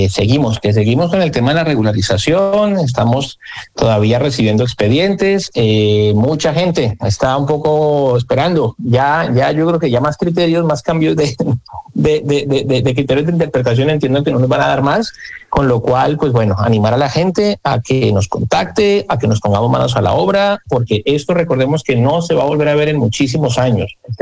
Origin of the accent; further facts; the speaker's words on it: Colombia; now in Madrid, Spain; los que somos de origen colombiano